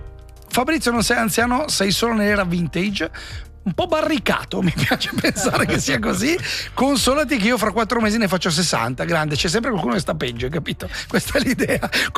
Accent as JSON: {"language": "Italian", "region": "Ticino", "country": "Switzerland", "said": "anche dalle nostre parti"}